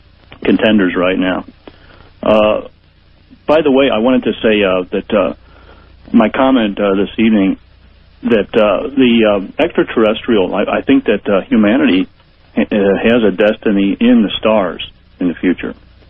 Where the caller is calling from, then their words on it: St. Louis, Missouri, United States; Well, I'm calling from St. Louis